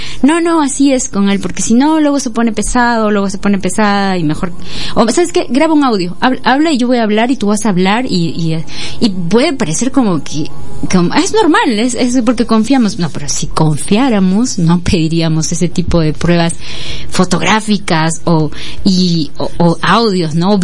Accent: Peru; así somos los peruanos

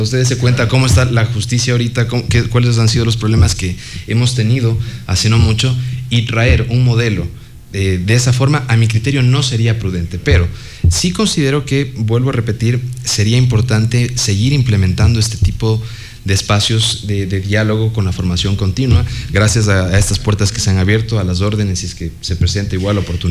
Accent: Ecuador; tenemos como ecuatorianos

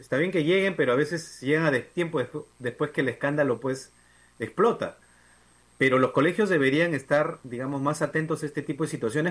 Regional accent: Peru; le hacíamos el roche de su vida como pares peruanos

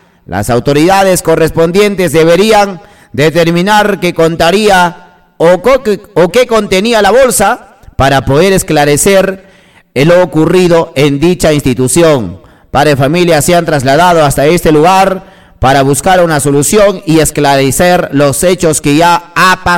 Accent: Peru; Por algo, señores, somos peruanos. Por algo somos peruanos.

